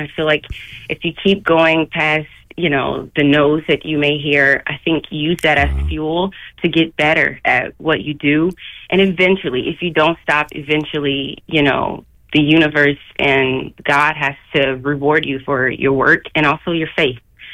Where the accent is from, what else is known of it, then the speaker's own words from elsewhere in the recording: Detroit, Michigan, United States; Yes, I am from Detroit, Michigan, the east side of Detroit. I actually moved out of Detroit when I was 6, but I have a lot of family that is still there.